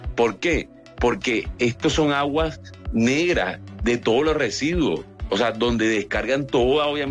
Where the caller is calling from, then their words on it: Manatí, Atlántico, Colombia; en mi municipio, Manatí Atlántico